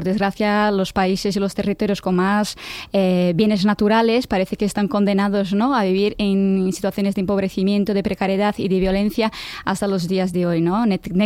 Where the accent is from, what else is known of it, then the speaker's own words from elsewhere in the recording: Brazil; now in Bilbao, Spain; pues yo soy de Abiyala, Betis atendote brasileko bilbotarra naizela, que soy brasileña de Bilbao. Y bueno, pues nada, pues me ha tocado nacer en Brasil y desde Euskal Herria